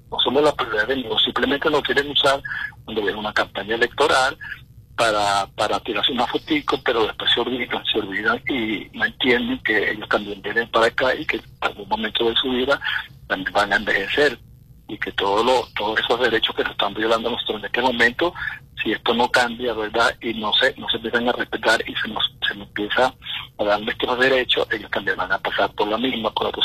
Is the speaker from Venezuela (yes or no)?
yes; Venezuela; reencontrarlo como país, como venezolano